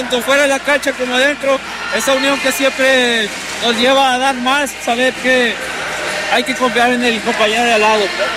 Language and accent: Spanish; Zacatecas, Mexico; Siendo zacatecano